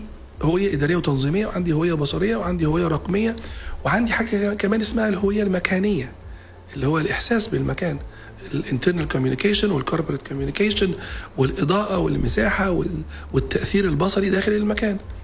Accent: Egypt; عندنا في مصر

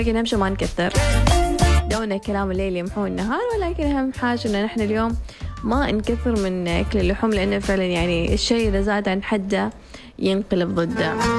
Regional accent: Oman

